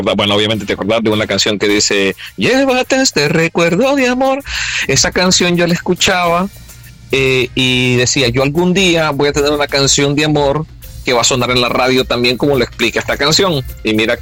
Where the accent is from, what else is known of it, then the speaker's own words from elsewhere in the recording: Ilobasco, Cabañas, El Salvador; moved away as an adult; also born or lived in Santa Tecla, El Salvador; now in New Jersey, United States; cantón aledaño de Hilo Vasco que se llama Caserío Cuatro Ríos. Entonces, desde pequeño me llevan para allá, allá crezco, o sea que me siento 100% hilobasquense.